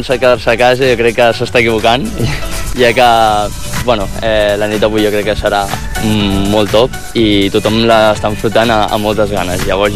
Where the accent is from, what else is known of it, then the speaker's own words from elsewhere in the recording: Palafolls, Catalonia, Spain; jo soc de Palafolls de tota la vida